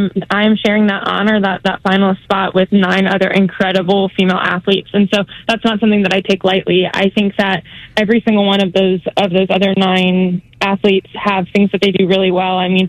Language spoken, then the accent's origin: English; Cleveland, Ohio, United States; You know, I grew up in Cleveland, Ohio, where we had the Akron Racers an hour from my house.